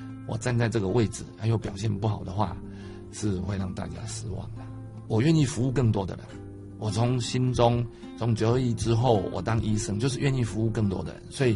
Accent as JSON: {"language": "Chinese", "region": "Nantou County", "country": "Taiwan", "tie": "born or raised there", "moved": "as an adult", "said": "因为这也就是我的家乡啊"}